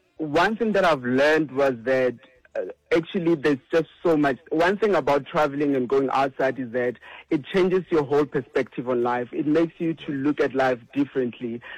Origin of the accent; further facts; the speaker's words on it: South Africa; I feel like as South African, a young South African, I feel like there's just so much to learn out there to bring back to our country and make our country a better place.